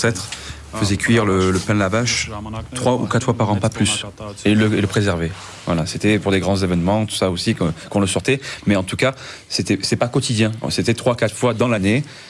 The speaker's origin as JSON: {"language": "French", "town": "Marseille", "region": "Provence-Alpes-Côte d'Azur", "country": "France", "tie": "born there", "said": "Moi, je suis d'origine arménienne, par ma maman et mon papa. Mais je suis né à Marseille. Et donc, j'ai cette culture arménienne en moi. J'ai appris à parler arménien, à chanter arménien, la langue, la culture. Mais j'ai cette culture française aussi, à 100%."}